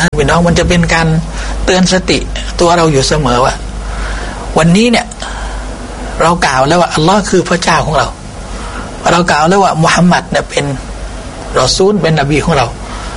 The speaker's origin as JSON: {"language": "Thai", "region": "Bangkok", "country": "Thailand", "said": "ผมเป็นมุสลิมผมเป็นคนไทยผมเกิดในประเทศไทยผมคนกรุงเทพแท้ๆ"}